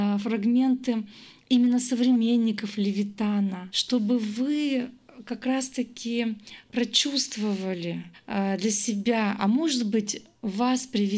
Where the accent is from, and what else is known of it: Russia